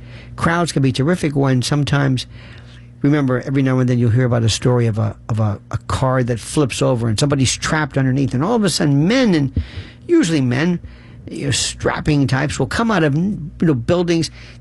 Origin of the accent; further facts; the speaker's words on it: Florida, United States; growing up in Florida